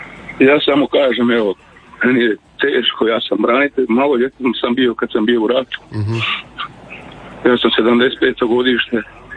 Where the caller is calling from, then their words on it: Našice, Osijek-Baranja County, Croatia; ja sam iz Našica, imamo to Vata jezero Lapovac, evo tu se kupamo i to.